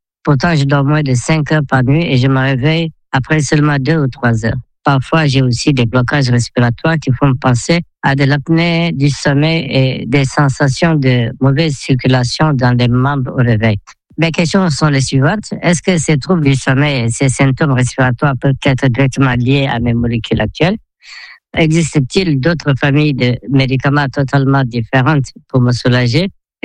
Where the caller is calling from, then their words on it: Mozambique; j'ai 57 ans et je vis au Mozambique.